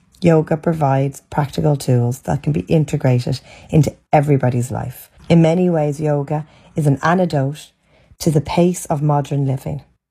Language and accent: English; Ireland; I'm from Ireland. I live in Dublin